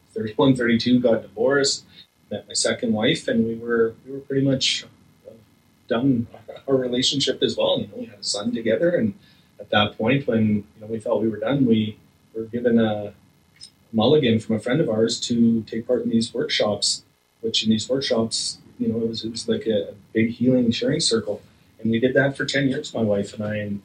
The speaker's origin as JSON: {"language": "English", "town": "Slave Lake", "region": "Alberta", "country": "Canada", "tie": "born or raised there", "also_born_or_lived": "St. Paul, Alberta / Edson", "said": "I was born in St. Paul, Alberta, and you know, I'm the youngest of seven, and spent about 4 years in St. Paul before we moved to Edson for a year, and then my dad got transferred to Slave Lake, and that's where I grew up."}